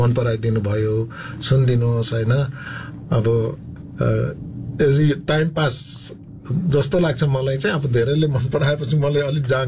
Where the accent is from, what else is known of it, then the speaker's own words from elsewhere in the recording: Koshi Province, Nepal; born there; accent: Limbu; अब म बसेको ठाउँ मेरो गाउँलाई चाहिँ पर्साई गाउँ नै भन्छ.